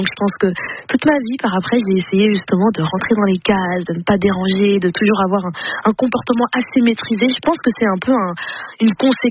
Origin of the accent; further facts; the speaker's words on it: Flanders, Belgium; puisque moi j'ai grandi en Flandre, donc la partie flamande de la Belgique.